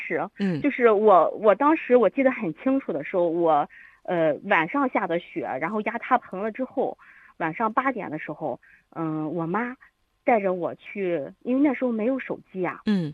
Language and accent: Chinese; Shandong, China; 我就去了就是我们济南的省城的一个餐饮企业打工